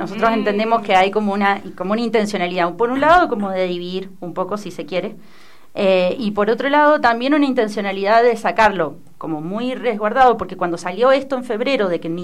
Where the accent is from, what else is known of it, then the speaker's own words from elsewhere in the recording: Uruguay; now in Argentina; yo soy de Uruguay